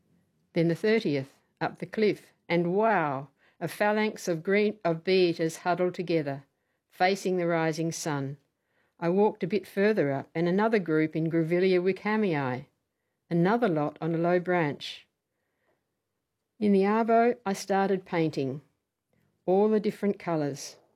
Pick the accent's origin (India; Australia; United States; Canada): Australia; Kalgoorlie, Western Australia; Yes, yeah. Yes. And going into the Great Western Woodland.